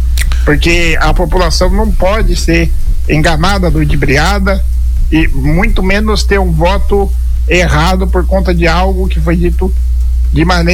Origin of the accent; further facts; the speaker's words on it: Caraguatatuba, São Paulo, Brazil; é um cidadão caraguatatubense raiz. Eu moro e nasci em Caraguatatuba.